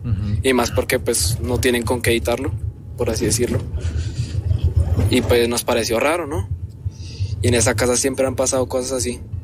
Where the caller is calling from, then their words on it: Bogotá, Colombia; De Bogotá, Colombia.